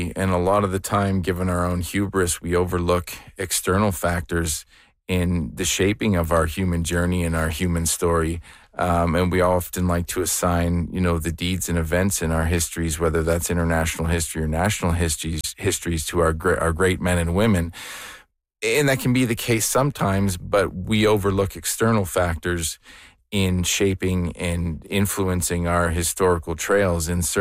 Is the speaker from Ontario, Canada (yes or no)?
yes; Sarnia, Ontario, Canada; also born or lived in Hamilton, Ontario; now in Colorado, United States; So I'm from Canada originally. I'm born in Hamilton and raised in Sarnia, Ontario.